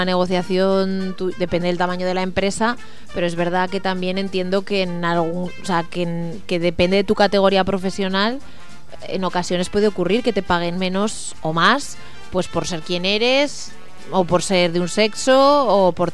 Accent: Spain

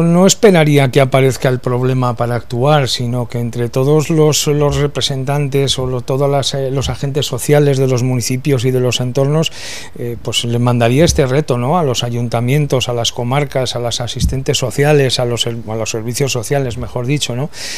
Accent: Muniesa, Aragon, Spain; quiero mandar un saludo a mi pueblo, a Muniesa

